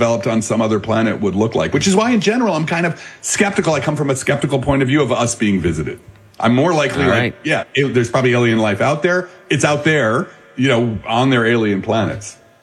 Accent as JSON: {"language": "English", "town": "Belleville", "region": "New Jersey", "country": "United States"}